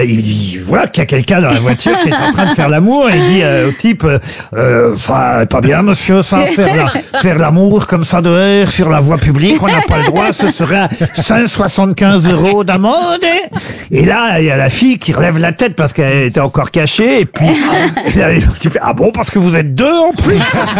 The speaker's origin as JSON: {"language": "French", "country": "France", "said": "chez nous en France"}